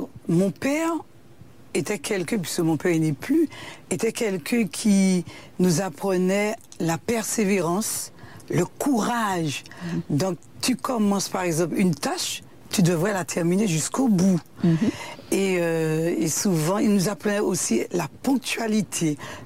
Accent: Le Vauclin, Martinique; j'ai grandi dans la commune du Vauclin, dans un quartier qui s'appelle Baie des Mulets. Mm-hmm. Nous habitons au bord de la mer

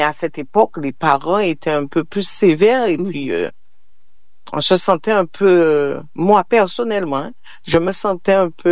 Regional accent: Petit-Canal, Guadeloupe; moved away as an adult; Eh bien, petite fille, je suis guadeloupéenne. J'ai été élevée dans une petite commune de la Guadeloupe qui est la Petit Canal.

